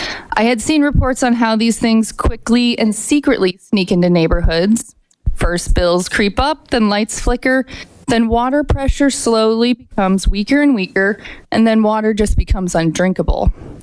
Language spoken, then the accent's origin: English; Salcha, Alaska, United States; I'm a resident of the Fairbanks North Star Borough, and I'm both from Salcha and Fairbanks.